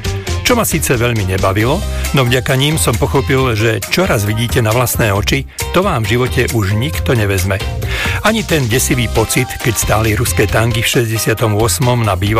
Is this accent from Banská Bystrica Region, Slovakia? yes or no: no; Bratislava, Bratislava Region, Slovakia; Vyrastal som v Bratislave na sídlisku pri Račianskom Mýte.